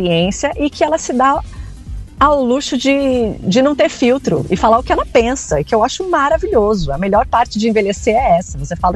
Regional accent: São Paulo, Brazil; Eu sou de São Paulo, né?

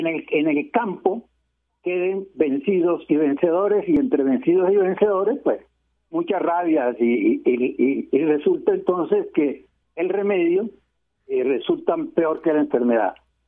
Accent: Puerto Colombia, Atlántico, Colombia; also born or lived in Barranquilla; Nací en Barranquilla, hospital de Barranquilla, y mi primera infancia o nuestra primera infancia de los 3 hermanos mayores la vivimos en Puerto Colombia

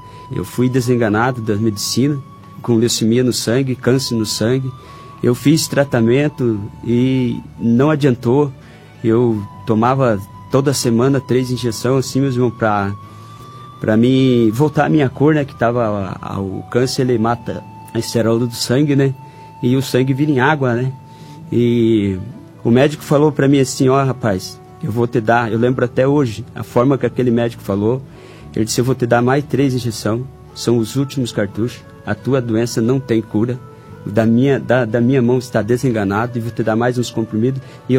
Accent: Curitibanos, Santa Catarina, Brazil; born there; sou nascido na cidade de Curitibano, Santa Catarina.

